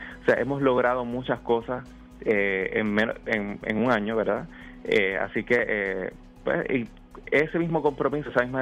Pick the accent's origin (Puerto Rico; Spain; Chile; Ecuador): Puerto Rico; Luquillo